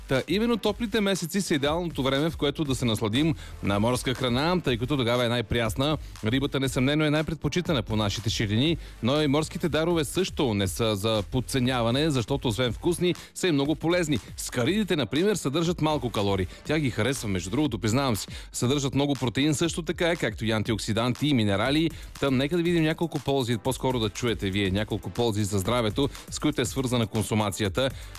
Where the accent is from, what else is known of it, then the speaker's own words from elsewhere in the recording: Blagoevgrad Province, Bulgaria; born there; Аз съм роден в полите на Пирин, така че морските дарове не са баш моята храна.